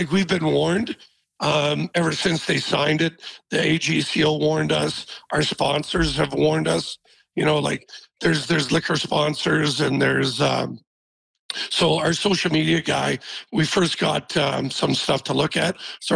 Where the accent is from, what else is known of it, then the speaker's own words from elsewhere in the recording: Canada; as a Canadian